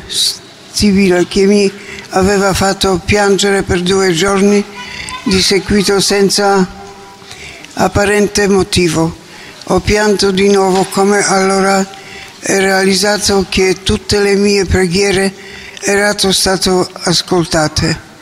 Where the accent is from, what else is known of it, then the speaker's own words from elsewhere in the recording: Poland; Italian is a second language; moved away as an adult; now in Italy; vengo dalla Polonia. Arrivata da Italia 35 anni fa, per il lavoro.